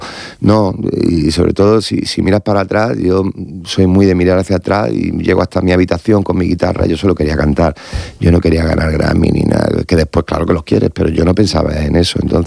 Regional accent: San Ginés, Region of Murcia, Spain; Yo soy feliz cantando en el Wizzing Center o en la plaza de mi pueblo de San Ginés, sinceramente.

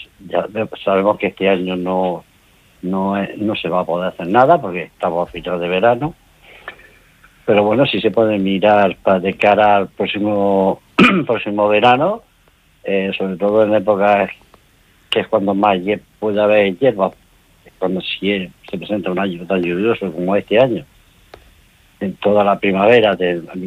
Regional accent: Andalusia, Spain; moved away; Yo provengo de la zona de Andalucía.

